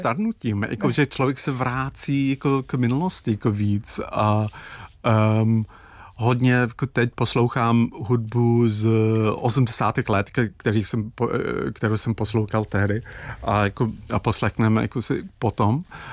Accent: Dublin, Leinster, Ireland; Czech is a second language; moved away as an adult; now in Czech Republic; když jsem vyrůstal v Dublinu, polovina fyzického světa bylo moře.

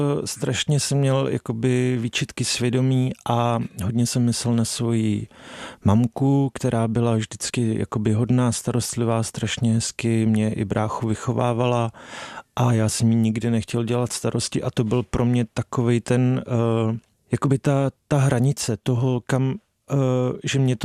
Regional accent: Kadaň, Ústí nad Labem Region, Czechia; Jo, já jsem z Kadaně, což je teď nádherný, malebný, takový jako blahobytný městečko, ale v těch 90. to bylo jakoby hrozný.

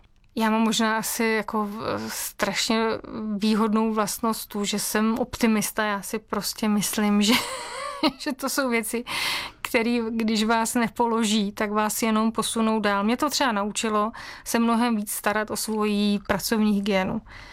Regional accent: Moravia, Czechia; also born or lived in Leuven, Belgium; now in Plzeň, Czech Republic; Já jsem původně z Moravy, teď žiju v Plzni.

